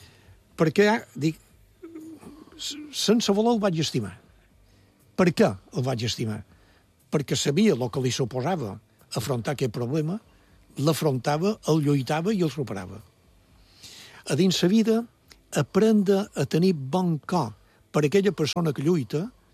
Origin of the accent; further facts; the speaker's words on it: Vilafranca de Bonany, Balearic Islands, Spain; Jo som de Vilafranca